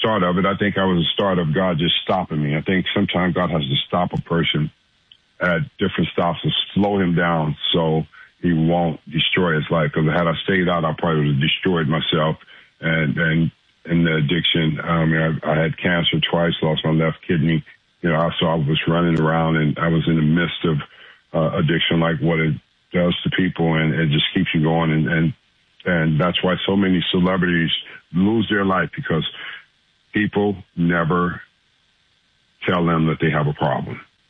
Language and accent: English; Los Angeles, California, United States; I wasn't afraid, because I'm born and raised in South Central.